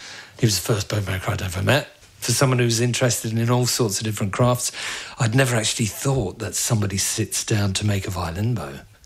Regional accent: London, United Kingdom; I was born and raised in London, yeah. And my mother and father were from Sligo, from rural Sligo.

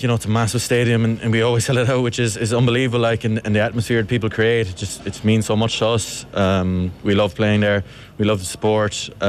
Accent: Cork, Munster, Ireland; I suppose I'm from Cork.

